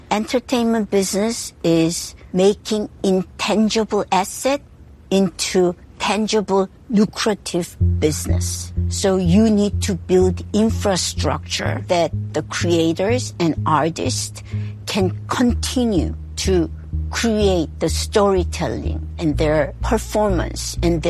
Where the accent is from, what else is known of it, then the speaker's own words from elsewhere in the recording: South Korea; oh, I'm from Korea.